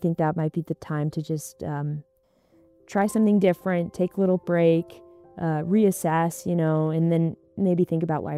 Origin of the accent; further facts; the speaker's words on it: Alaska, United States; And I'm from Alaska, so I've ridden all of that through, you know, the lower 48 and then down a bit into Mexico